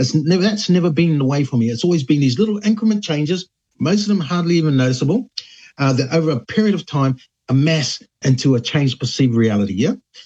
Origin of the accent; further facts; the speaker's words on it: Matata, Bay of Plenty, New Zealand; also born or lived in Whakatane; She went back to Matata, where my grandparents were, to have me, and I was born in Whakatane Hospital.